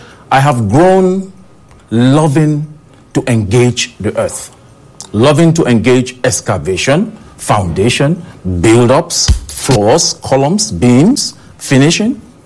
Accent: Nigeria; born or raised there

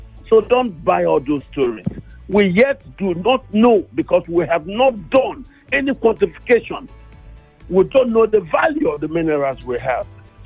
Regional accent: Nigeria; I am a Nigerian.

